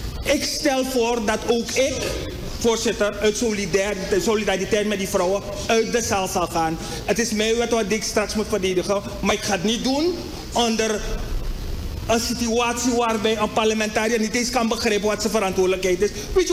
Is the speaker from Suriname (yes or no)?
yes; Suriname; wij als Surinamers